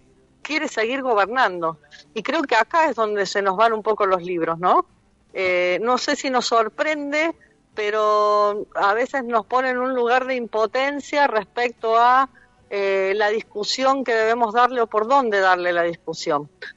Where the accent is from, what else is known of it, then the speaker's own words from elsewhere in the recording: Argentina; siendo primero argentinos y argentinas.